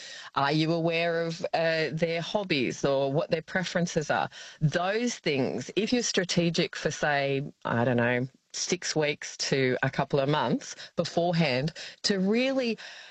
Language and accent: English; Australia; we're Australian. We don't like to big ourselves up, right?